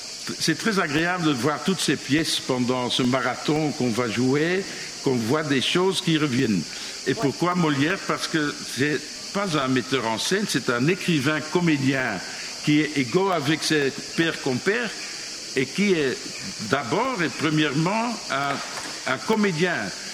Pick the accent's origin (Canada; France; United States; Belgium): Belgium; Flanders; French is a second language; nous sommes des Flamands. En fait, on a appris le français à l'école, mais on a vraiment appris le français en jouant Molière.